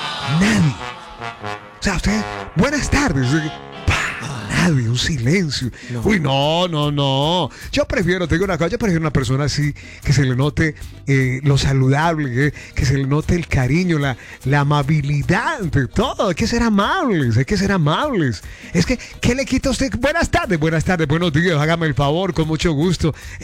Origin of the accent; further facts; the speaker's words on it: Antioquia, Colombia; es así somos los paisas.